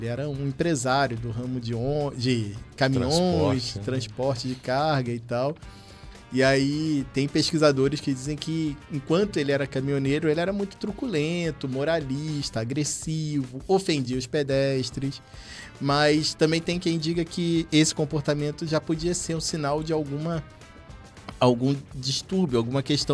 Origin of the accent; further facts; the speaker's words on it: Rio de Janeiro, Brazil; now in São Paulo, Brazil; Eu cresci no Rio de Janeiro